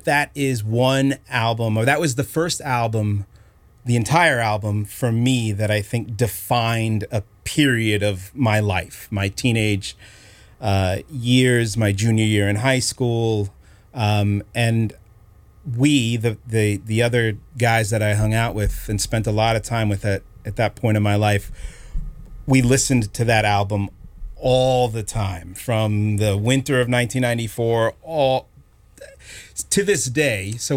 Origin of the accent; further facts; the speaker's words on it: New York City, New York, United States; And I grew up in New York City